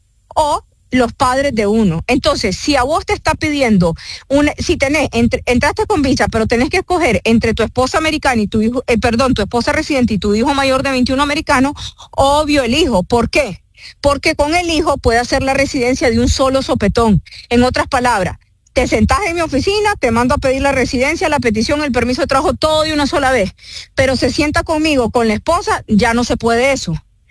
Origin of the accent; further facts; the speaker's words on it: Nicaragua; moved away as an adult; pues yo vivo aquí desde hace 20 años, pero voy todo el tiempo a Nicaragua y mis papás, mis hermanos, todos viven allá y yo me crié allá. Incluso yo soy abogada, tengo 43 años y a los 23 me vine de Nicaragua